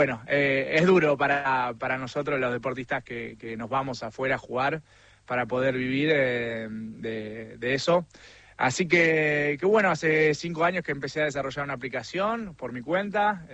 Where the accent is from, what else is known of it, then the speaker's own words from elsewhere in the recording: Argentina; moved away as an adult; yo a los 18 años me fui de Argentina para ser profesional de handball, que bueno, como ya saben, en Argentina cualquier otro deporte que no sea el fútbol es muy difícil vivir de ello